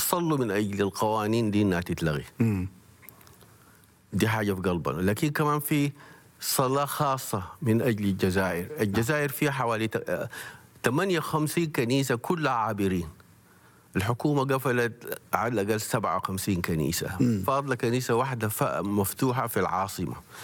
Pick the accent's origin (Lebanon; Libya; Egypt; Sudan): Sudan; أنا بكون سوداني